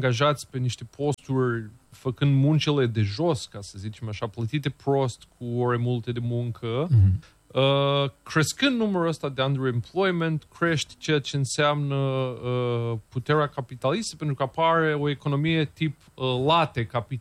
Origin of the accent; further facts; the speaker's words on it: Romania; norocul nostru ca români, că nu suntem americani